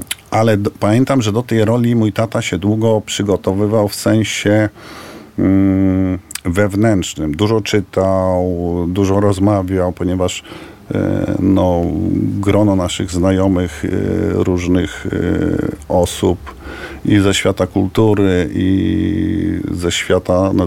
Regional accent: Warsaw, Masovian Voivodeship, Poland; born there; I w 68 roku moi rodzice razem z moją siostrą przeprowadzili się z Krakowa do Warszawy. Ja się urodziłem w Warszawie, tak.

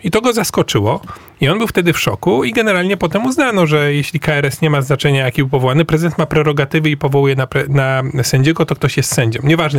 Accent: Orneta, Warmian-Masurian Voivodeship, Poland; ja pochodzę z Ornety

